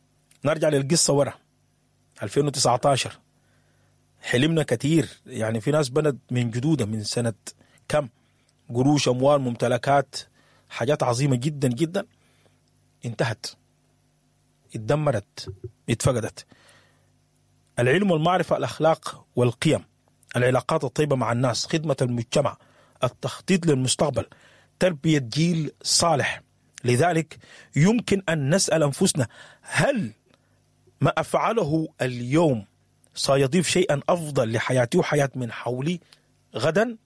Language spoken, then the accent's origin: Arabic; Sudan; احنا زرعنا شنو كسودانيين؟ انا وانت كسوداني زرعنا شنو في بلدنا؟